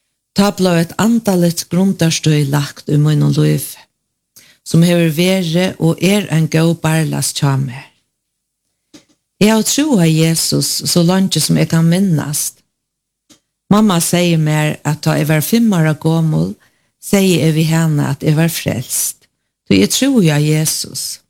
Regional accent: Klaksvík, Faroe Islands; moved away as an adult; now in Tórshavn, Faroe Islands; Vi er født i Klaksvøk, og her bor jeg det meste av Baddomsårene. Men de søgneste mange årene har vi bor i Torsjøen.

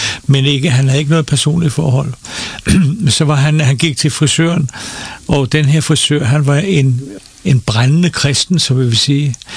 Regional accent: Copenhagen, Capital Region of Denmark, Denmark; also born or lived in Faroe Islands; now in Nexø, Denmark; Jeg voksede egentlig op i en tilknytning til Folkekirken, Utterslev Kirke. Jeg blev født der i København.

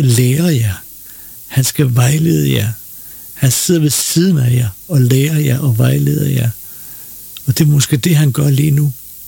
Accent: Copenhagen, Capital Region of Denmark, Denmark

